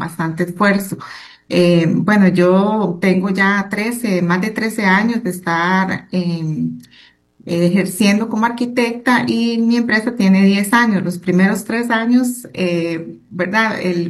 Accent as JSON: {"language": "Spanish", "town": "Desamparados", "region": "San José", "country": "Costa Rica", "said": "Yo vengo de la zona de Desamparados, ¿verdad? Donde había pocas oportunidades"}